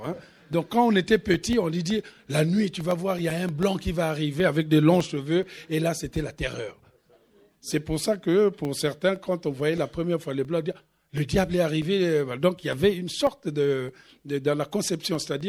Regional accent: Pointe-Noire, Republic of the Congo; moved away as an adult; also born or lived in Europe / United States; Quand j'ai quitté Pointe-Noire, j'avais 19 ans. Donc j'ai plus aujourd'hui vécu en Europe et aux États-Unis que dans ma ville. Donc évidemment, quand je suis revenu à Pointe-Noire en 2012

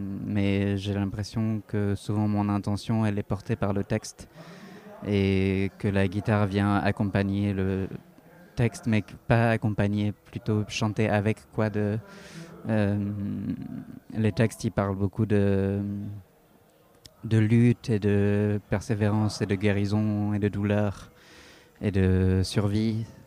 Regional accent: United Kingdom; first language English; French is a second language; C'est en anglais. Je suis d'origine anglaise et écossaise. Et j'écris tout en anglais, qui est ma langue maternelle.

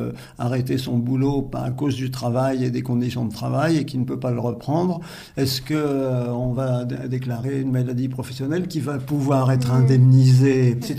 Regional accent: Gentilly, Île-de-France, France; moved away as an adult; also born or lived in Paris / Alsace / Lorraine / Languedoc-Roussillon; Oui, je suis né à Paris et sinon, j'ai vécu à partir de 4 ans dans la très proche banlieue de Paris, là, Gentilly.

